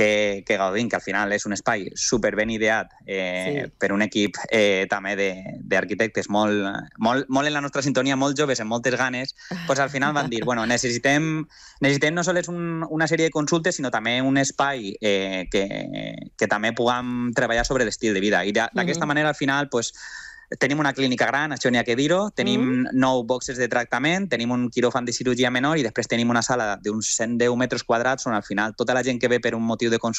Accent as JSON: {"language": "Catalan", "region": "Valencian Community", "country": "Spain", "said": "Com a bon valencià que sóc"}